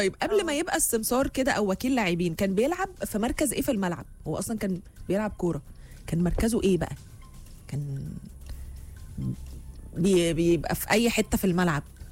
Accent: Egypt; احنا كمصريين

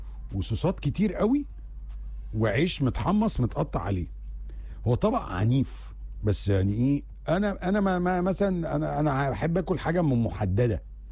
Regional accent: Egypt; أنا مثلا إحنا كمصريين هتيجي تقول لي أنا المحل ده أقف فيه طابور عشان آكل 10 دقايق

